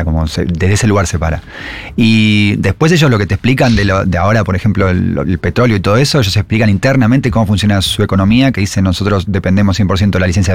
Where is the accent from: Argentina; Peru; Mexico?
Argentina; la sensación mía de ser argentino